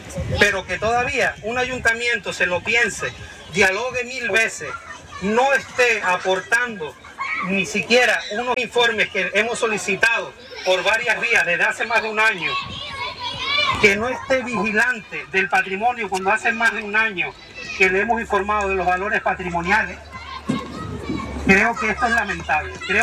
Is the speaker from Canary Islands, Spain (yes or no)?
yes; Santa Cruz de Tenerife, Canary Islands, Spain; now in Güímar, Spain; Porque yo soy de Santa Cruz, vivo en Guima, ¿y qué hago yo en Chimiche?